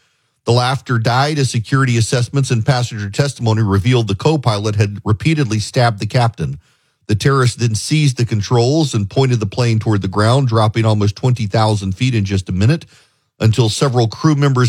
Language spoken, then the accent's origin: English; Dubai, United Arab Emirates; So I grew up in Dubai, because there's been more than once where I said, so I grew up in Dubai.